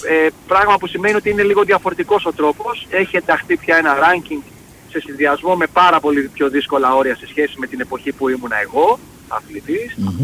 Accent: Lechaina, Western Greece, Greece; moved away; Διότι μεγάλωσα στα Λεχενά, ήταν ο πατέρας μου τότε στην πολεμική αεροπορία στην Αντραβίδα, στη βάση της Αντραβίδας, μεγάλωσα στα Λεχενά, από όπου κατάγεται και ο ίδιος.

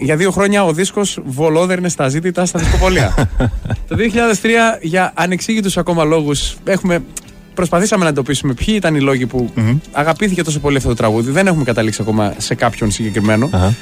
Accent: Thessaloniki, Central Macedonia, Greece; also born or lived in Paris, France; Ήρθα 5 χρονών με τους γονείς μου από Γαλλία, Ελλάδα και από τότε δεν έφυγα από τη Θεσσαλονίκη καθόλου.

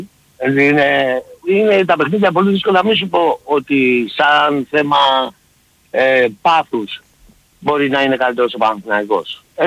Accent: Nea Makri, Attica, Greece; επειδή είμαι και εγώ από Νέα Μάκρη

